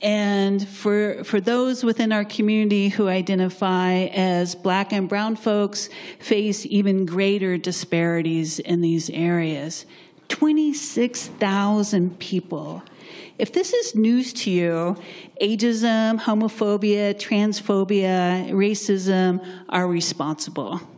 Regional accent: Tucson, Arizona, United States; I grew up in a white Southern culture. Even though I was raised in Tucson, Arizona, but it was home and church was definitely white Southern culture.

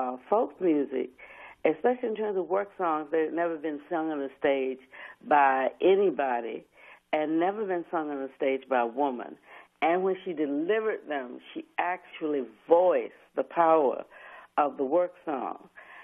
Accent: Albany, Georgia, United States; born there; I was born in Albany, Georgia, and I became active there as a student leader while in college.

